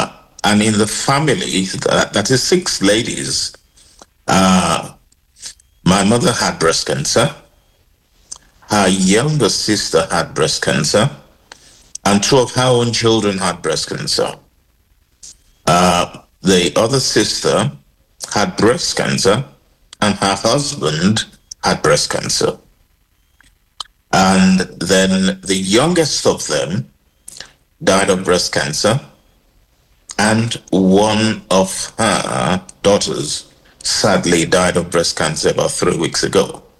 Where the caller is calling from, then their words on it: United Kingdom; I am black. I'm British black of African descent.